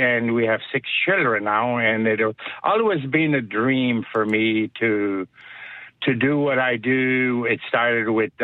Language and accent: English; Manitoba, Canada; My dad, where I grew up most of my life in Christmas Ring Colony. I was born in St. Pierre.